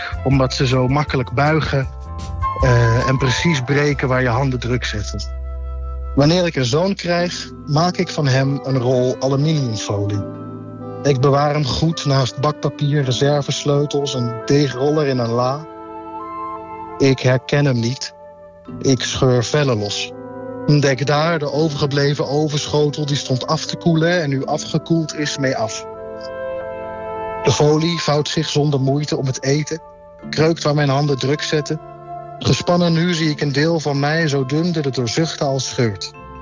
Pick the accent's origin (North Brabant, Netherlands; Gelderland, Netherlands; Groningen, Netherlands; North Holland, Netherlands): Gelderland, Netherlands; Zutphen; now in Utrecht, Netherlands; Ik ben 28 jaar. Ja, ik ben in Zutphen opgegroeid.